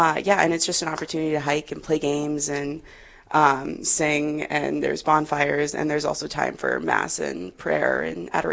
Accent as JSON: {"language": "English", "town": "Rapid City", "region": "South Dakota", "country": "United States", "moved": "as an adult", "said": "I am originally from Rapid City, but I recently moved back."}